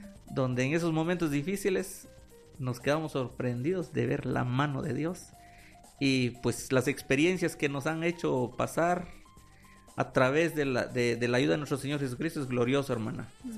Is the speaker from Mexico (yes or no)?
no; San Pedro Carchá, Alta Verapaz, Guatemala; la marimba que es de la municipalidad de mi pueblo, como lo es San Pedro Cachao.